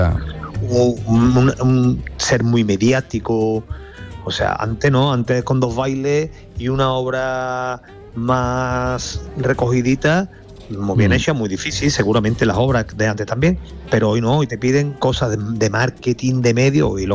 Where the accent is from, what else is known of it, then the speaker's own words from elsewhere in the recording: Seville, Andalusia, Spain; Somos europeos, pero somos de Sevilla. Y somos de la Alameda, y somos andaluces, y somos españoles.